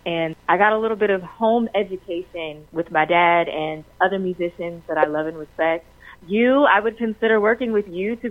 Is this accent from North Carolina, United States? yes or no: yes; High Point, North Carolina, United States; you know, like you said, and I am from High Point. I am from High Point. But my family and I are actually transplants. Both of my parents are actually out of Pendleton, South Carolina. So real country living.